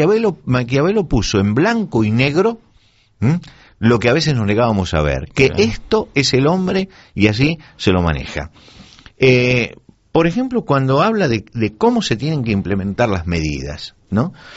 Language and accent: Spanish; Argentina; yo recuerdo en mi país, en Argentina